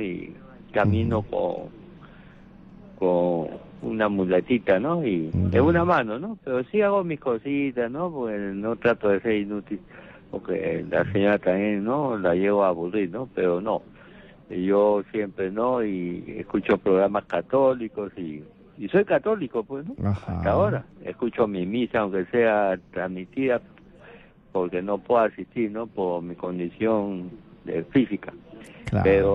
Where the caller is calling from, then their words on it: Callao, Peru; la voz de Callao.